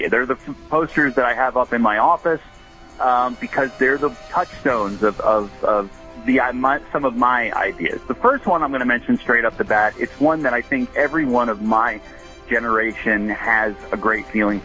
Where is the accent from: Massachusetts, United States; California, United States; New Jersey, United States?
New Jersey, United States; also born or lived in Bethpage, Long Island; I went to high school up in this town, and I was born out in Bethpage, Long Island, so I'm a New York, New Jersey boy, definitely.